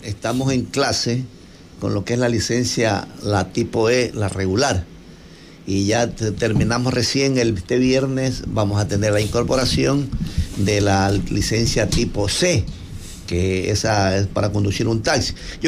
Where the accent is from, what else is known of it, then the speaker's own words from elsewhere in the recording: Río Chico, Manabí, Ecuador; yo soy de la parte rural, yo soy de Río Chico